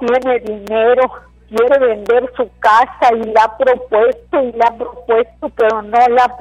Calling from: Soto La Marina, Tamaulipas, Mexico; De Soto La Marina, México.

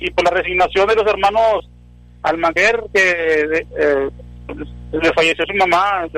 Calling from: Nueva Ciudad Guerrero, Tamaulipas, Mexico; De Nueva Ciudad Guerrero, Tamaulipas.

